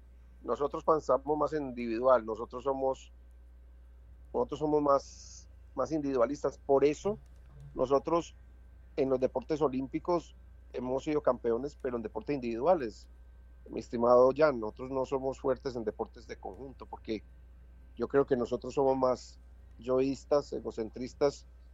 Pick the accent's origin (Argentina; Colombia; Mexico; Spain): Colombia; Nosotros los colombianos nos cuesta muchísimo decir te amo